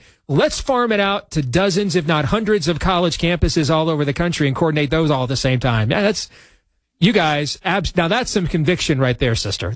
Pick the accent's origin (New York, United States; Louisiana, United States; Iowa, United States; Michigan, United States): Iowa, United States; Rob Sand in my home state